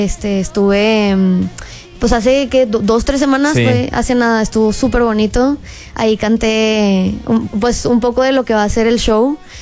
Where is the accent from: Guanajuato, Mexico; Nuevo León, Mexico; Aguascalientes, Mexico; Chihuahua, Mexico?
Nuevo León, Mexico; Monterrey; Soy de Monterrey.